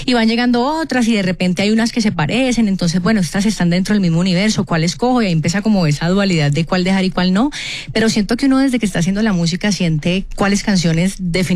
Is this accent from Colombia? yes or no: yes; Colombia; soy colombiana, amo el vallenato